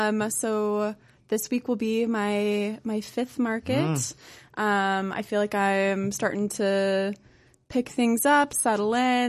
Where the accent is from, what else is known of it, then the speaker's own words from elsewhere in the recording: the South, United States; I'm from the South originally, and there's this thing there with like Southern hospitality.